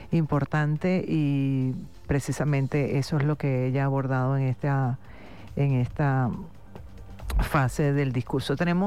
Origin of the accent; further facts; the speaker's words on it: Venezuela; somos venezolanos